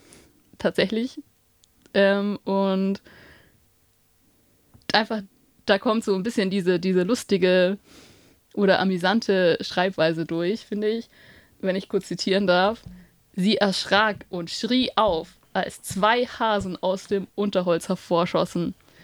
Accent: Bavaria, Germany; Ich kann es so mit meiner Heimat vergleichen. Da muss ich jetzt politisch werden. Wir sind in Bayern.

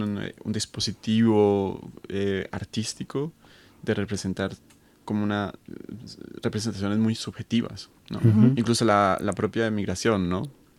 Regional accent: Bogotá, Colombia; moved away; also born or lived in Barranquilla; que es pues en el norte de Colombia, es el Caribe, y cuando tuve 8 años me fui a vivir con mi madre y mi hermana, me fui a vivir a Bogotá

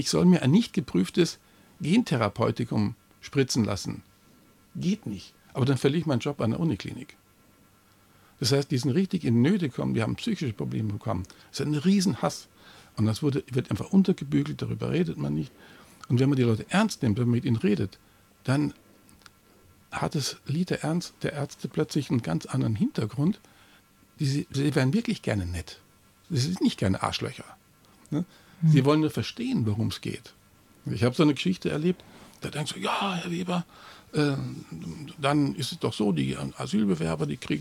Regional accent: Bavaria, Germany; now in Baden-Württemberg, Germany; ich bin alt genug zu sagen, ich komme aus Bayern

